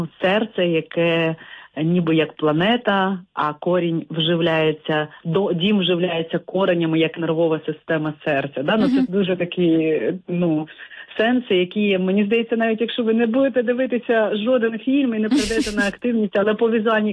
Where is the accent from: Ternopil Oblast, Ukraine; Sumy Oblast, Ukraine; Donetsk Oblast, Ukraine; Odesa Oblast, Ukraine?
Odesa Oblast, Ukraine; moved away; я родом з Бессарабії